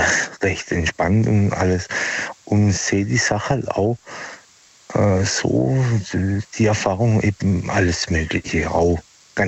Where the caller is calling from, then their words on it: Pforzheim, Baden-Württemberg, Germany; Ja, da, von Pforzheimer Gegend.